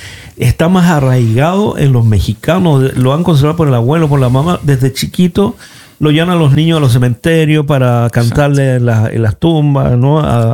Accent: Chile; si hubiera sido una tradición de mi tierra, por ejemplo, que vamos a celebrar el 18 de el Día Nacional de Chile

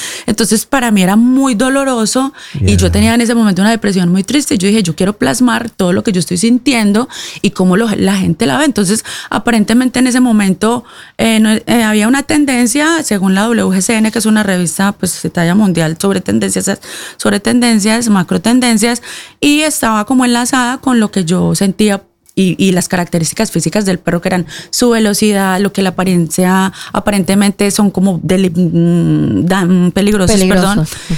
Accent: Colombia; now in Norway

